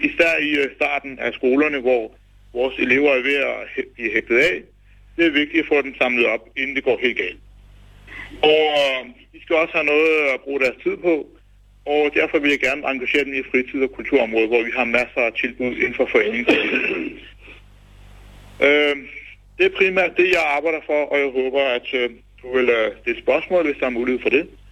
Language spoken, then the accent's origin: Danish; Høje-Taastrup, Capital Region of Denmark, Denmark; Jeg er pakistansk mand fra Høje-Taastrup Kommune. Jeg er 27 år, uddannet revisor.